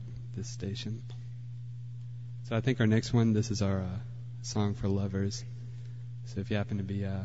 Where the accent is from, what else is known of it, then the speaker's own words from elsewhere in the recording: Denver, Colorado, United States; we're from Denver.